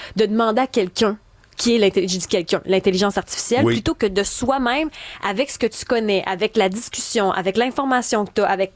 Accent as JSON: {"language": "French", "region": "Quebec", "country": "Canada", "moved": "yes", "lives_now": "Montreal, Canada", "said": "La première fois que je suis arrivée à Montréal, puis moi je viens de l'Est du Québec"}